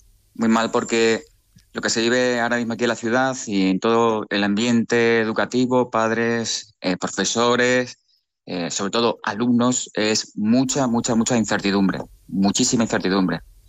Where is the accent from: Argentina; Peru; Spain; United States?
Spain; Extremadura; now in Ceuta, Spain; Siendo yo una persona de Extremadura, que no soy de Ceuta.